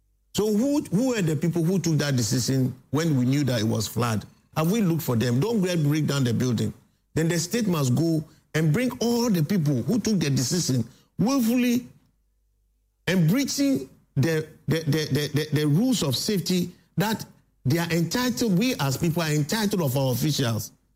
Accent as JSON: {"language": "English", "town": "Accra", "region": "Greater Accra", "country": "Ghana", "said": "I come from Jamestown, British Accra."}